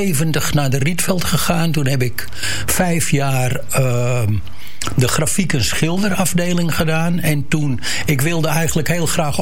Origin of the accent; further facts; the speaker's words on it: Amsterdam, North Holland, Netherlands; now in Den Helder, Netherlands; Ja, ik kom uit Amsterdam.